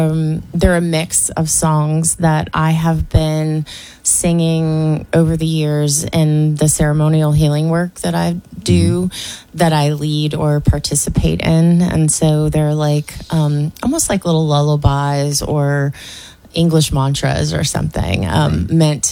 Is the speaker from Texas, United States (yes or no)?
no; Baton Rouge, Louisiana, United States; moved away as an adult; also born or lived in California; But born and raised in Baton mm-hmm. Rouge. Okay. But I moved to California when I was 21. So I've spent most of my adult life in California, and returned back here to Baton Rouge in 2022.